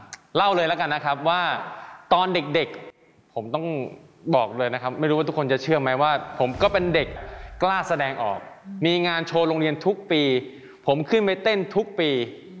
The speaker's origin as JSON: {"language": "Thai", "region": "Isan", "country": "Thailand", "said": "เราเป็นคนอีสานเราก็พูดอีสานไปเลย"}